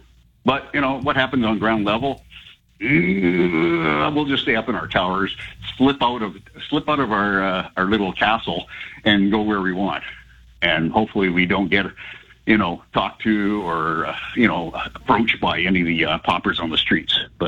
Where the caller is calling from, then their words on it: Central Saanich, British Columbia, Canada; from Central Saanich. I'm calling in on subjects in Victoria.